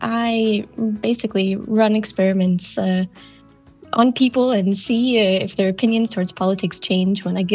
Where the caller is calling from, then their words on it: Denmark; I'm calling you today from Denmark, ooh, which is where I live.